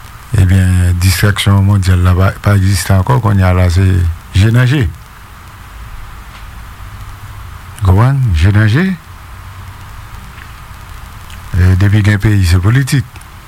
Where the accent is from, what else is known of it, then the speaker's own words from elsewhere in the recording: Haiti; Même si je suis dans un pays étranger, pourri que je suis haïtien.